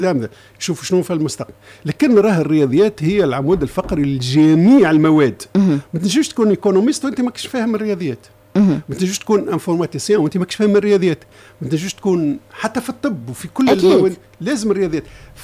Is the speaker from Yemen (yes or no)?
no; Tunisia; فما أنا ولد تونس أنا دافع على تونس